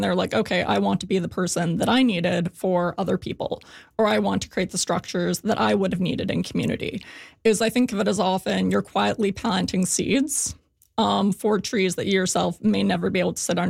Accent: Alberta, Canada; I was raised in Alberta, and I was very much interested in kind of DIY punk and anarchist subcultures.

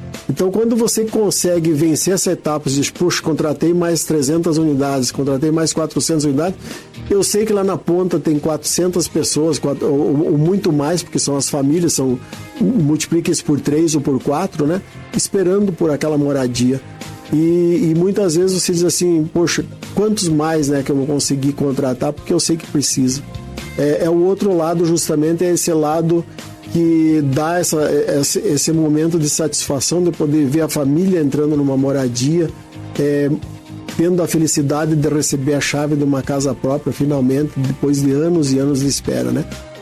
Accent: Rio Grande do Sul, Brazil; born there; also born or lived in Paraná; now in Curitiba, Brazil

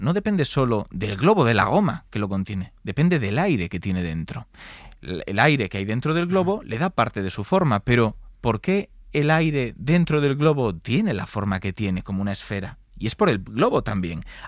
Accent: Galicia, Spain; Yo es que soy gallego, ¿eh? Entonces te lo voy a responder con una pregunta.

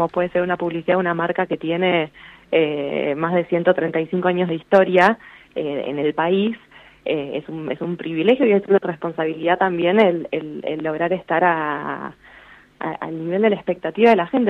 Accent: Argentina; creo que algo que nos distingue y que nos da como esa sensación de que se puede, somos Argentina

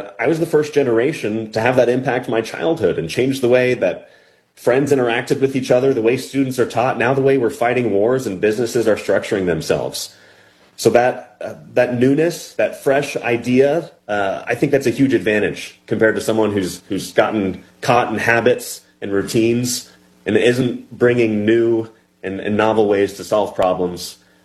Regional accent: Los Angeles, California, United States; And I grew up in Los Angeles. I was at Princeton and Oxford. I spent 2 years in Denmark.

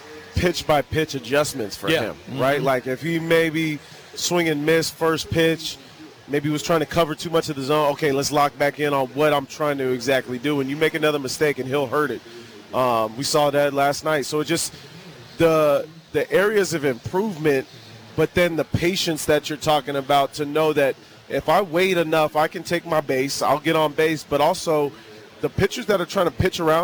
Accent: San Diego, California, United States; I was playing with Bruce Bochy's son, Brett Bochy, growing up in San Diego.

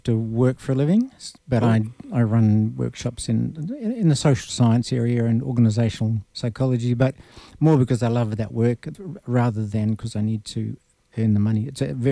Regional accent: New Zealand; born there; moved away as an adult; also born or lived in Moscow; I was born in New Zealand.

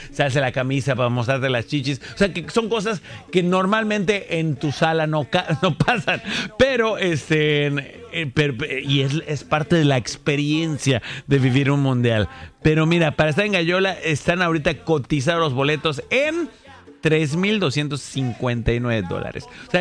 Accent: Mexico; nuestro México lindo y herido

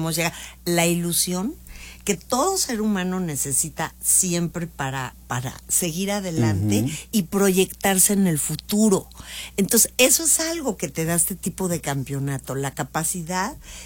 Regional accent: Mexico; pero lo recibe como somos los mexicanos, generosos, solidarios

